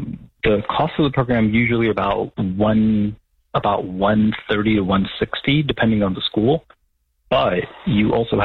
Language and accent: English; Florida, United States; moved away as an adult; So luckily, on the West Coast, I'm from Florida, and we make crap money there.